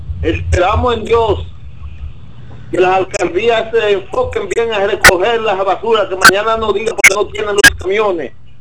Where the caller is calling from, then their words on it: Villa Jaragua, Baoruco, Dominican Republic; de Villa Jarago, provincia de Oruco.